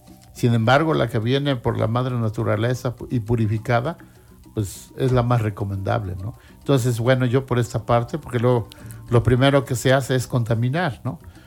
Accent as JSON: {"language": "Spanish", "country": "Mexico", "tie": "born or raised there", "said": "en mi tierra, por allá en mi pueblo de Soquiapa."}